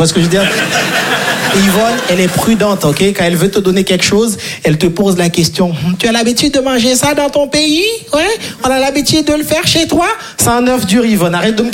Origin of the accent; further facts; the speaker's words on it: Haiti; Moi, je viens de Haïti.